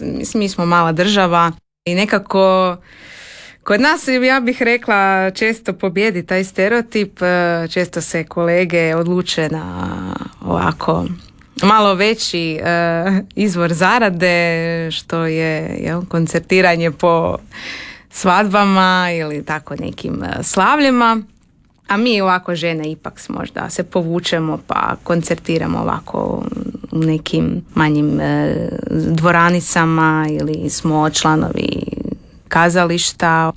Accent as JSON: {"language": "Croatian", "country": "Croatia", "said": "Kod nas u Hrvatskoj"}